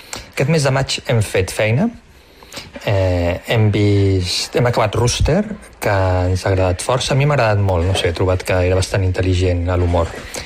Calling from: Tiana, Catalonia, Spain

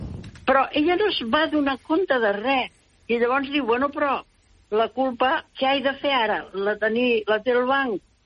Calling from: Barcelona, Catalonia, Spain; però sóc de Barcelona, no de Piera.

